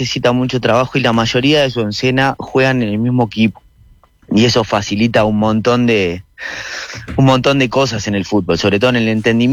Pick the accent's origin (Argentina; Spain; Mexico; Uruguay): Uruguay; al menos nosotros como uruguayos